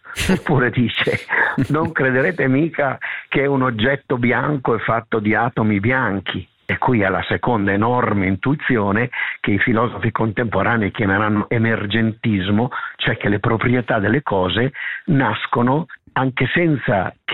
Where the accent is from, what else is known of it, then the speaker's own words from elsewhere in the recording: Lombardy, Italy; accent: Lombard dialect; nel mio dialetto, che è un dialetto lombardo